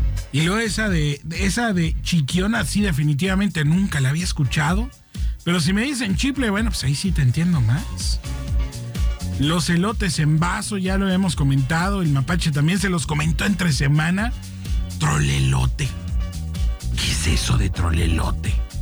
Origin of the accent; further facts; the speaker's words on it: Orizaba, Veracruz, Mexico; Te recomiendo mi tierra, Orizaba, Veracruz.